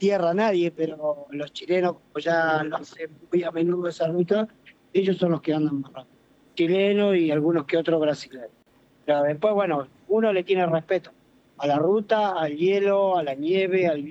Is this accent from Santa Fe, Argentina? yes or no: yes; Rosario, Santa Fe, Argentina; moved away; also born or lived in Neuquén; soy nacido y criado en Rosario, Santa Fe. Por ahí hablo un tiro, unas palabritas en salteño